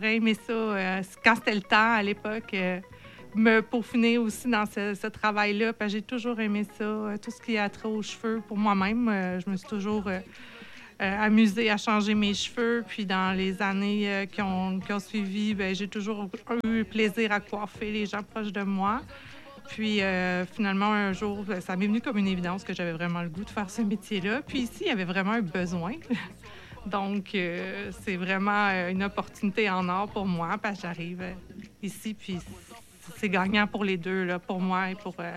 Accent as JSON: {"language": "French", "town": "Montreal", "region": "Quebec", "country": "Canada", "tie": "born or raised there", "moved": "as an adult", "lives_now": "Havre-Saint-Pierre, Canada", "said": "je suis originaire de Montréal."}